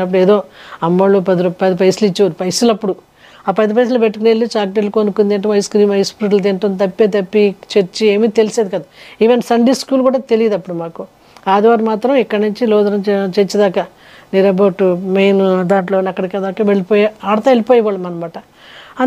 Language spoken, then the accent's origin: Telugu; Bhimavaram, Andhra Pradesh, India; భీమవరంలోనే rest house road, మాది Bhimavaram. So భీమవరంలోనే rest అక్కడే పుట్టాను, అక్కడే పెరిగాను.